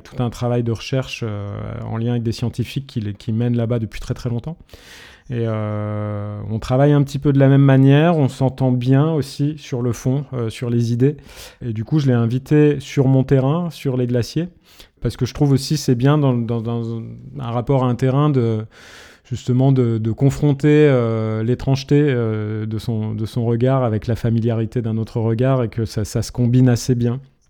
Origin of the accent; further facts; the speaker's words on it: Grenoble, Auvergne-Rhône-Alpes, France; moved away; revenir habiter là où j'ai grandi, c'est-à-dire vers Grenoble et les montagnes qui sont autour